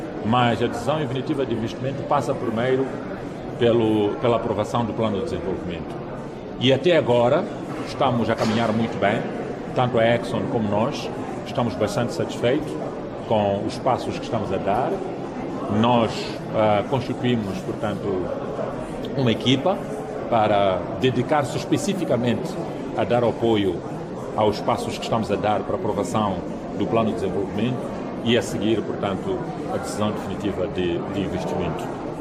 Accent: Mozambique; nós como moçambicanos

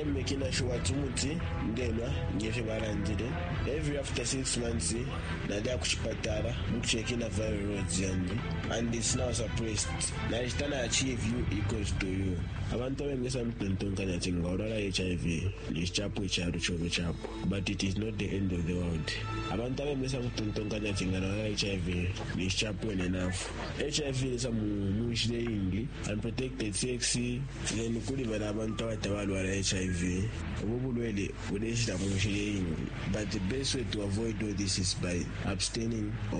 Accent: Ndola, Copperbelt, Zambia; I'm 22 years old. I'm born and bred in Indola, raised by a single mother.

